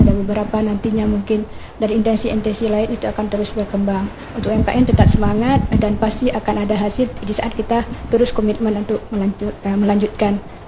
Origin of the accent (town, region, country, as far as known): Aceh, Indonesia